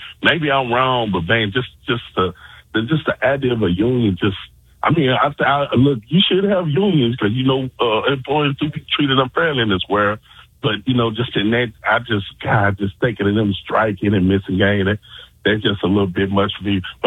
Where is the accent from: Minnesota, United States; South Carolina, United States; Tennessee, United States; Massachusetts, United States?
Tennessee, United States